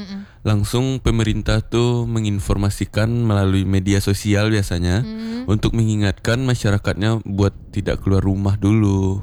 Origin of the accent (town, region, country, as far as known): Padang Panjang, West Sumatra, Indonesia; born or raised there; moved away